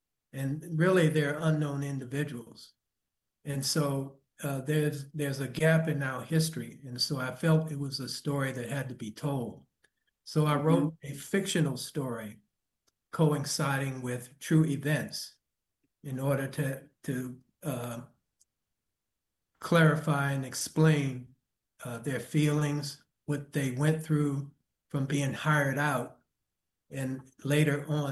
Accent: Washington, District of Columbia, United States; All right, well … architect, born and raised in Washington, D.C. I'm a product of Ballou High School and Howard University.

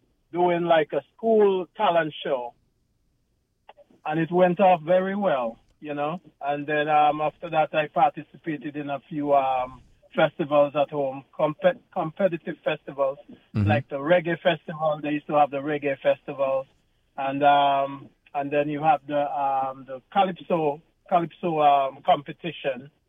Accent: St. Vincent & Grenadines; born there; because I was born in St. Vincent and the Grenadines.

